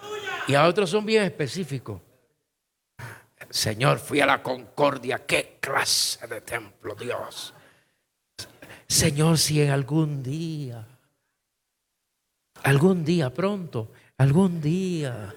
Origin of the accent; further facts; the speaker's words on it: Puerto Rico; mi país, somos ciudadanos americanos